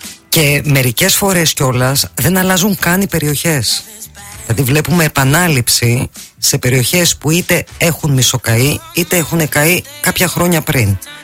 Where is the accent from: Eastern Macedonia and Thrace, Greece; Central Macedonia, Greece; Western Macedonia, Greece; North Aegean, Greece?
Eastern Macedonia and Thrace, Greece; από την Ανατολική Μακεδονία. Λόγω εργασίας έχω γυρίσει σχεδόν όλα τα βουνά.